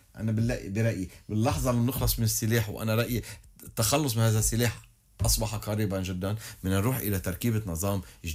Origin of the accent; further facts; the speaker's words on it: Lebanon; كلنا كلبنانيين